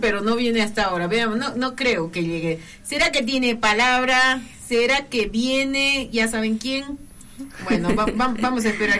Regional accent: Potosí, Bolivia; los potosinos comemos así

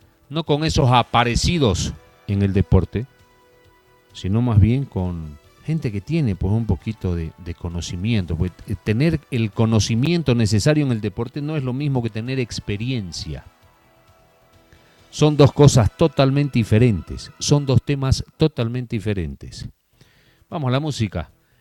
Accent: Vallegrande, Santa Cruz, Bolivia; Valle Grande se fundó como ciudad, como la ciudad de Jesús y Montesclaros, de los caballeros del Gran Valle Grande. Así se fundó mi ciudad.

